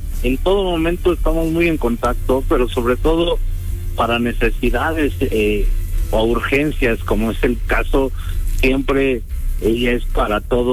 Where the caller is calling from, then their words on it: Mexico City, Mexico; De la Ciudad de México, de la Miguel Hidalgo.